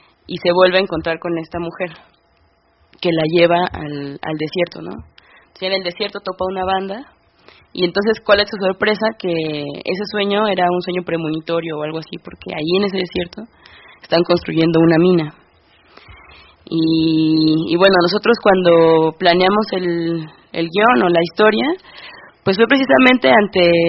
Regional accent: Mexico; asumimos una identidad como seres humanos en principio y una identidad como mexicanos también, ¿no? Como mujeres

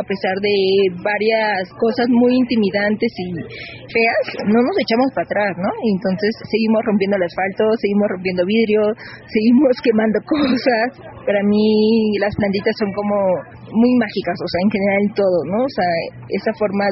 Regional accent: Veracruz, Mexico; moved away; me recuerda mucho como a mi infancia en Veracruz.

